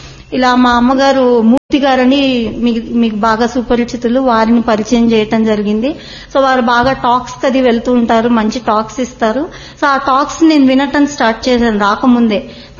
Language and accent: Telugu; Hyderabad, Telangana, India; నేను ఇక్కడే పుట్టి పెరిగాను, ఆల్మోస్ట్ వారానికోసారి కోటీకి వెళ్లేదాన్ని.